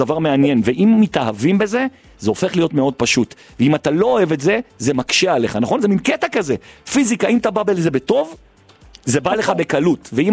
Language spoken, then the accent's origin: Hebrew; Jerusalem, Jerusalem District, Israel; אני ירושלמי, אז אני אגיד